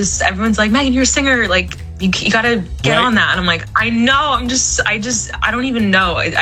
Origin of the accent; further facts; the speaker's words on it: Boston, Massachusetts, United States; accent: Boston; I am from Boston.